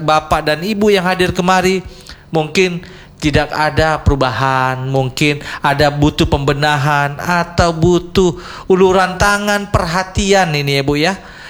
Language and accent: Indonesian; North Sumatra, Indonesia; now in Aceh, Indonesia; saya dari Tanah Karo nih.